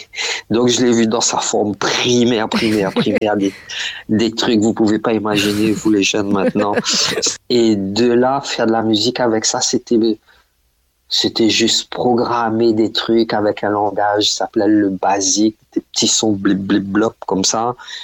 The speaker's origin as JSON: {"language": "French", "country": "Réunion", "moved": "as an adult", "said": "c'est quand j'ai quitté La Réunion pour aller à l'armée."}